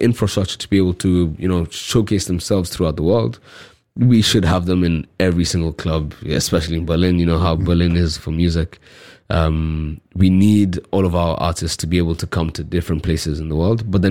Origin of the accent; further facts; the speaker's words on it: Kenya; also born or lived in Brighton, United Kingdom; I studied architecture, that was my main thing in Brighton, but then I'm originally from Kenya, that's where my whole heritage is from and that's where I live currently.